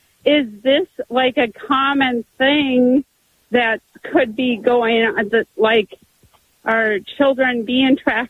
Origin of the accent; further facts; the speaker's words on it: Minnesota, United States; I'm from Minnesota, but I think it was like from Kentucky or something like that.